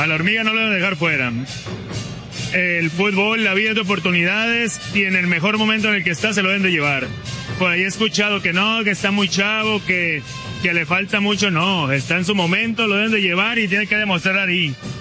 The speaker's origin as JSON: {"language": "Spanish", "country": "Mexico", "also_born_or_lived": "Netherlands / Germany", "moved": "yes", "said": "como mexicanos tenemos que apoyar y siempre creer."}